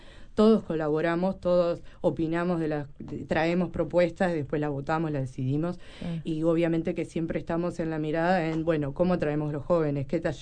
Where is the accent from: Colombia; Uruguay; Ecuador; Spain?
Uruguay; soy de Montevideo